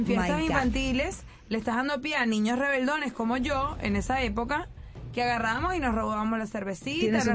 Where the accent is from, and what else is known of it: Venezuela